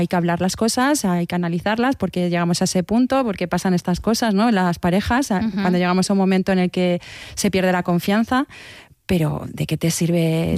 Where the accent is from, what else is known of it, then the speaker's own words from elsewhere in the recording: Extremadura, Spain; soy extremeña y paso por la central nuclear de Almaraz